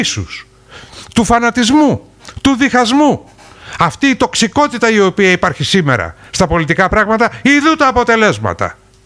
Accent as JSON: {"language": "Greek", "country": "Greece", "said": "Όταν τους είπα ότι είμαι από Ελλάδα"}